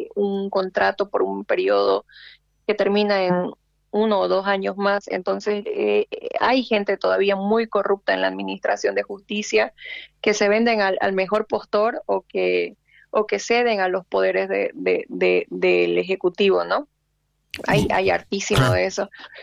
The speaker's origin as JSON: {"language": "Spanish", "country": "Bolivia"}